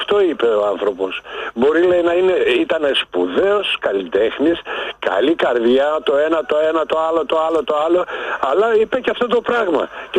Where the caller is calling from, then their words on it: Germany; από Γερμανία.